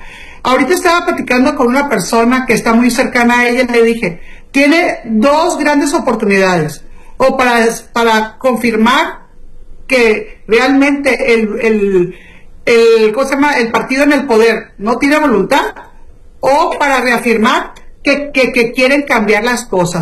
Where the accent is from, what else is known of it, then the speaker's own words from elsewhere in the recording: Sinaloa, Mexico; todos los sinaloenses que salimos todos los días